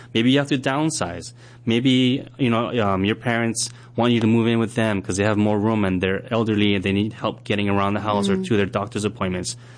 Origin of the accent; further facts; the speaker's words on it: Kaneohe, Hawaii, United States; I grew up in Kaneohe.